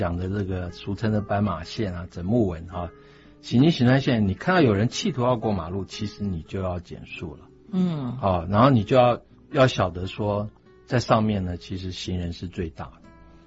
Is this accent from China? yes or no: no; Tainan, Taiwan; 就是说我们在乡下还会骑，像我那时候在台南长大，我就还会骑啊。